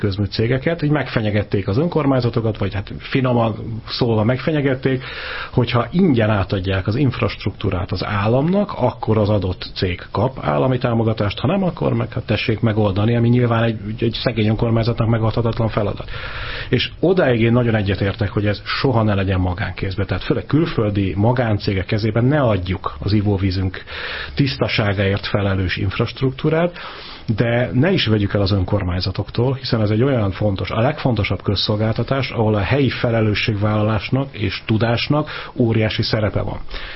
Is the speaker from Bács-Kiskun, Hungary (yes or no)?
no; Pécs, Baranya, Hungary; én pécsi vagyok